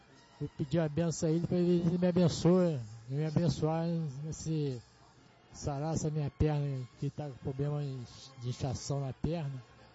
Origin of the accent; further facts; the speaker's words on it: Niterói, Rio de Janeiro, Brazil; eu venho do Caramur, Niterói.